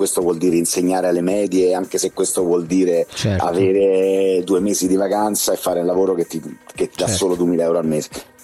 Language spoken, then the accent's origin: Italian; Jamaica; intendo tutta la musica che proviene dalla Giamaica. È la mia terra